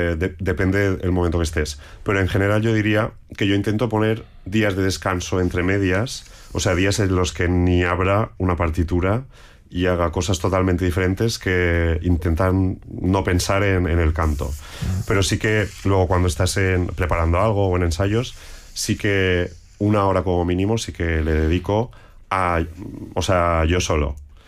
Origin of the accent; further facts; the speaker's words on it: Balearic Islands, Spain; accent: Mallorquín; first language Catalan (Mallorquín); Spanish is a second language; mi lengua materna y es como un disco de... Ahora que está tan de moda lo de Kilómetro Cero, pues mi lengua Kilómetro Cero es el catalán, el mallorquín